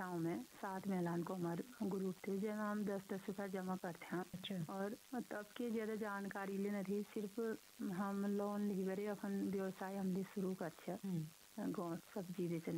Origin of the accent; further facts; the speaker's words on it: Ghunsar, Uttarakhand, India; और मैं जिला पिथौरागढ़ छूँ और मेरे गांव घुनसर गांव छ